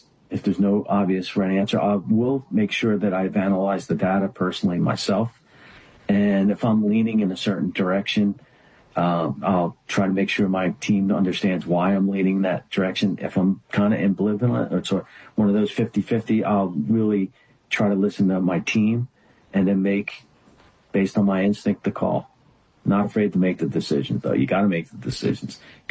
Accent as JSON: {"language": "English", "town": "Runnemede", "region": "New Jersey", "country": "United States", "tie": "born or raised there", "said": "I grew up in South Jersey, Runnymede, New Jersey, a little blue collar community."}